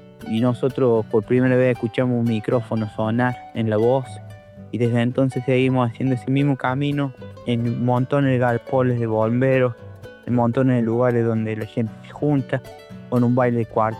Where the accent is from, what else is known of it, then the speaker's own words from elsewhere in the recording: Villa Dolores, Córdoba, Argentina; now in Alta Gracia area, Córdoba, Argentina; soy músico del Valle detrás de Sierra, nacido en la ciudad de Villa Dolores, mi querida ciudad de Villa Dolores, actualmente afincado por el lago de Parabachasca, cerca de Altagracia, siempre habitante de la parte serrana de Córdoba